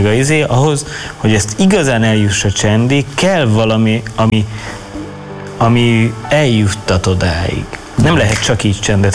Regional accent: Budapest, Hungary; én a Lehel téren nőttem föl, ott rengeteg autó közlekedett mindig is, és én úgy aludtam el mindig gyerekkoromban, hogy mentek az autók

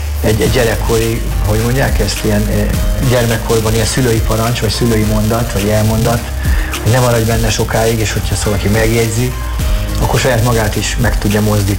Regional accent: Hungary; ugye én Duna mellett nőttem fel

